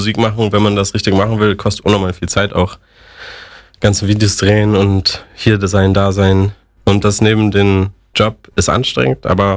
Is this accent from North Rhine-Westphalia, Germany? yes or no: yes; Mönchengladbach, North Rhine-Westphalia, Germany; Ich bin einfach der Typ aus Gladbach